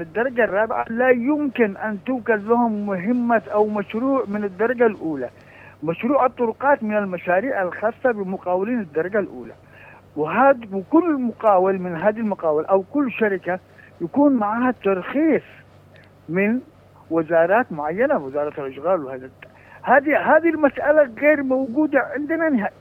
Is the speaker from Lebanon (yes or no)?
no; Aden, Yemen; يعني أنا من عدن